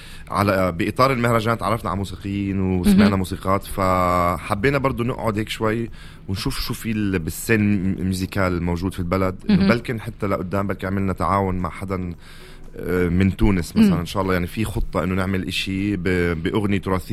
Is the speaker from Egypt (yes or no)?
no; Palestine; كفلسطيني حتى في تونس بنحس حالنا عن جد في بلدنا